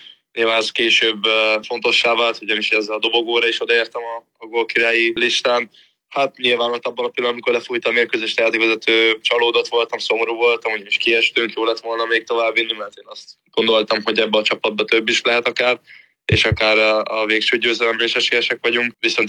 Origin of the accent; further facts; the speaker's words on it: Hungary; also born or lived in Debrecen; now in Alkmaar, Netherlands; Szeretem Magyarországot, ott nevelkedtem